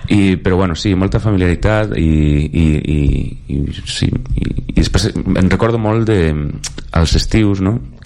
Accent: O Grove, Galicia, Spain; Catalan is a second language; moved away as an adult; I sí, vaig viure allà des de, bueno, que va néixer fins als 18, i és el meu poble, és on viu meus pares i yeah, la família.

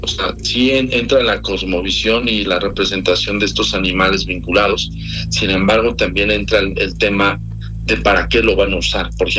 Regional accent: Mexico; Yo jamás, es más, ni siendo mexicano, soy así como, claro, idiático.

